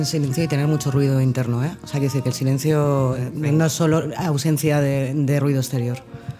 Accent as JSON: {"language": "Spanish", "region": "Basque Country", "country": "Spain", "said": "Yo soy vasca"}